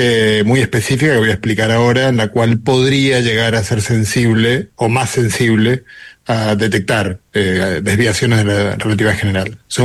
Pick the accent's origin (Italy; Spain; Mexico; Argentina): Argentina; mira que yo soy argentino y en Argentina tampoco es que sea, también es complicado manejar en Buenos Aires